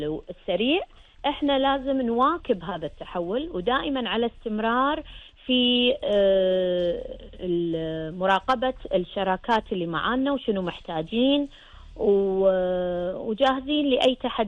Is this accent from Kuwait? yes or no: yes; Kuwait; بلدنا الغالي الكويت